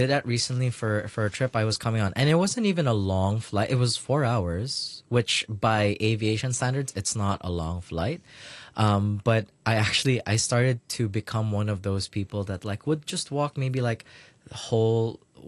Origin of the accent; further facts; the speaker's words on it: Philippines; now in Hong Kong; our stories in remembering what it is to be a Filipino in Hong Kong in this day and age.